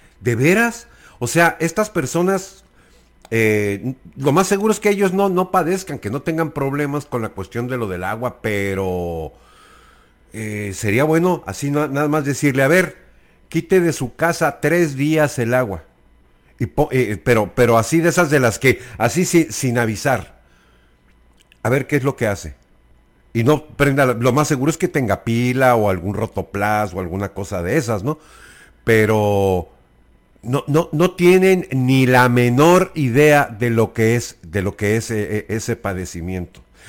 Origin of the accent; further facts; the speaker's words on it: Mexico; Todos como mexicanos aguantamos vara